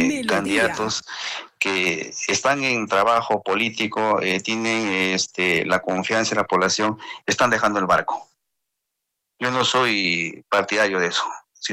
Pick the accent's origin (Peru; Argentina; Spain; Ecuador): Peru; Atico, Arequipa